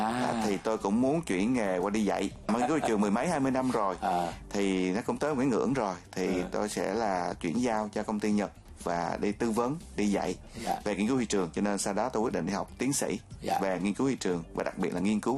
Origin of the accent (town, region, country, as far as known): Phan Thiet, Bình Thuận, Vietnam; born or raised there